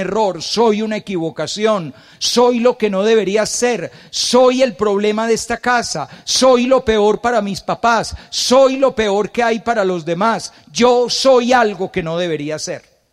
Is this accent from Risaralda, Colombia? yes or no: no; Antioquia, Colombia; somos paisas